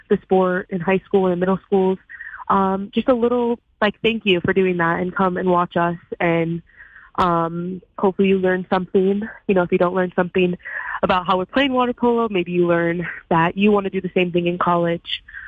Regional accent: Michigan, United States; It means a lot to me to represent my home state, especially in a sport that is not a primary sport in the state of Michigan

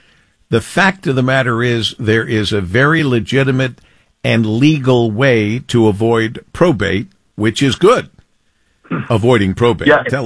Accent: Monroe, Michigan, United States; when I grew up in Monroe, Michigan

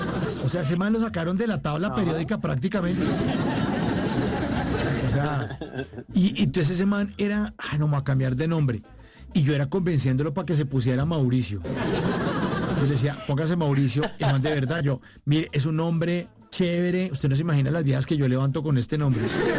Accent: Cali, Valle del Cauca, Colombia; en la ciudad de Cali, de donde soy.

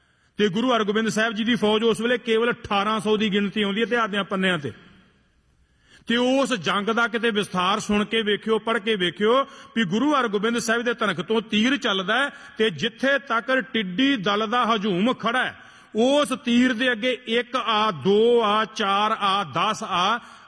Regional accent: Punjab, India; ਪਿੰਡਾਂ ਦੇ ਅਸੀਂ ਉਸ ਇਲਾਕੇ ਦੇ ਹਾਂ ਜਿਨ੍ਹਾਂ ਇਲਾਕਿਆਂ ਵਾਸਤੇ ਤੁਹਾਡੇ ਕੰਨੀ ਇਹ ਕਹਾਵਤਾਂ ਪਈਆਂ ਨੇ ਵੀ 20-20 ਸਾਲ ਉਹਨਾਂ ਪਿੰਡਾਂ ਚੋਂ ਬਰਾਤਾਂ ਨਹੀਂ ਚੜੀਆਂ

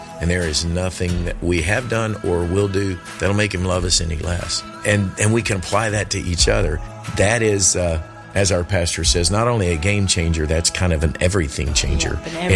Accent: Kentucky, United States; accent: Southern; I am from Kentucky.

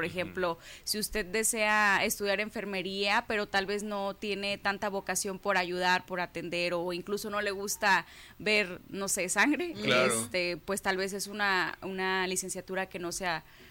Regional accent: Mexico

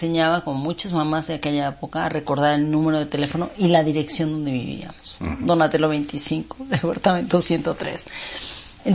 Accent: Mexico City, Mexico; Yo sentía cuando era niña en la Ciudad de México y en la colonia Mixcoac y en La Juárez, en todos los sitios donde nos movíamos a pie, que todos éramos iguales.

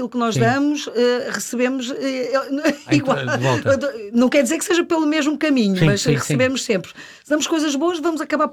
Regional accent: Cascais, Lisbon, Portugal; born there; also born or lived in Brazil; como fomos viver depois para a linha de Cascais, não é? Ali fomos viver, fui viver propriamente para São Pedro Estoril.

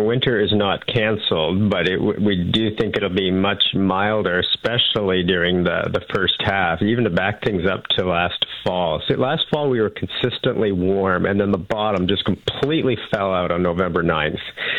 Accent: Vineland, Ontario, Canada; Yeah, I mean, I grew up in Vineland. I'm quite familiar with that contrast, north versus south across the Niagara region.

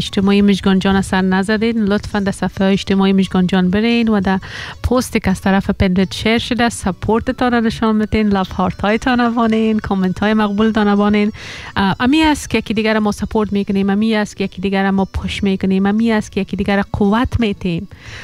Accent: Afghanistan; ما کل ما افغان هستیم، ما کل ما سیم هریتیج داریم، یک مملکت داریم و یک دین اسلام داریم

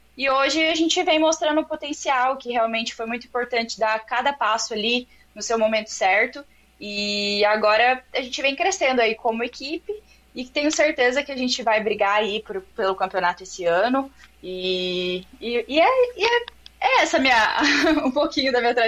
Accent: Campo Mourão, Paraná, Brazil; Eu sou natural do Paraná, de Campo Mourão.

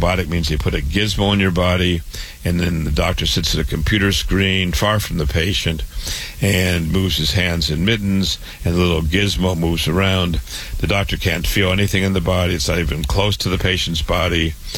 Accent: Waterloo, Iowa, United States; born or raised there

